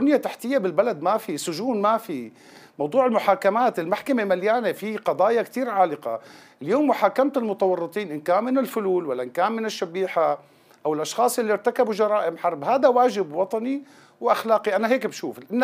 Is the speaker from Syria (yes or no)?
yes; Syria; نحط إيدينا بإيدين بعض كسوريين،